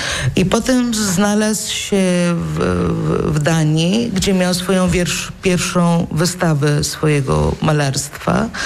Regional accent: Warsaw, Masovian Voivodeship, Poland; born there; Ja się urodziłam w Warszawie w 1966 roku, w zimie.

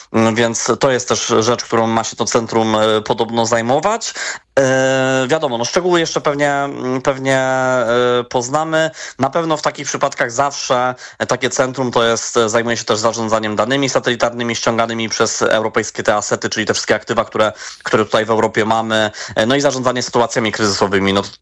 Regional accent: Kraków, Lesser Poland, Poland; bo ja sam liczyłem jako krakowianin, żeby ten ośrodek był jednak gdzieś tutaj w Krakowie

